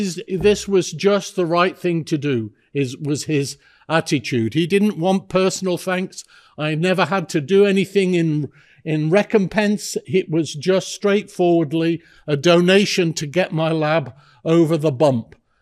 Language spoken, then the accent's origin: English; England, United Kingdom; moved away as an adult; also born or lived in London; as an Englishman